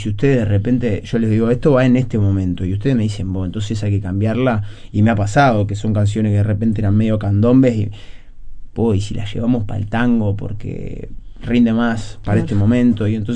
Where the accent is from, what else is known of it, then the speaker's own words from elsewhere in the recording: Uruguay; algo que nos pasa a los uruguayos